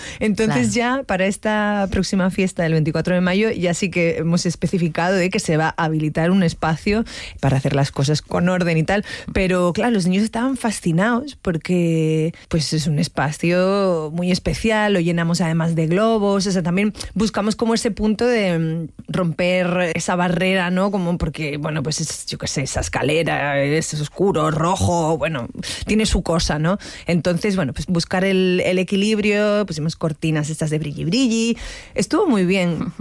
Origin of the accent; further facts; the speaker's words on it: Canary Islands, Spain; es que yo soy canaria, entonces yo pienso tropical y pienso en frutas, claro.